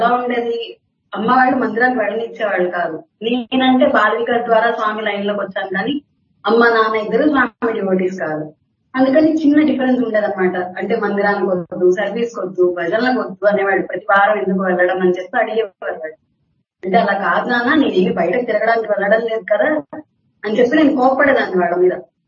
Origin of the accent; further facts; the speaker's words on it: Vijayawada, Andhra Pradesh, India; మా ఊరు విజయవాడ.